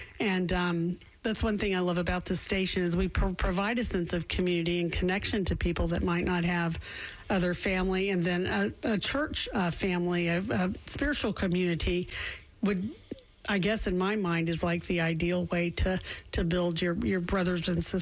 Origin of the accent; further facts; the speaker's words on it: the South, United States; Well, I'm from the South, so amen is how you use the right terminology for that.